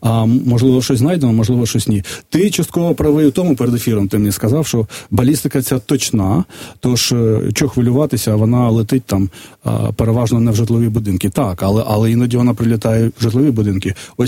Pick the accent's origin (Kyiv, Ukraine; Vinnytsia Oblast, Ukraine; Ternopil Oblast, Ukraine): Vinnytsia Oblast, Ukraine; Vinnytsia; moved away; Умовно, я ж родом з Вінниці, в мене там є, я вже давно не живу, там є якісь знайомі, друзі